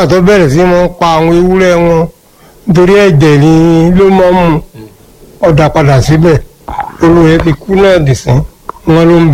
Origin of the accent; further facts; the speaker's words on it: Igbeti, Oyo, Nigeria; mo ní ìjọ ọmọ bí mo wà ní olóhùn mọ̀ pé ìgbẹ́tì ni mo ti wá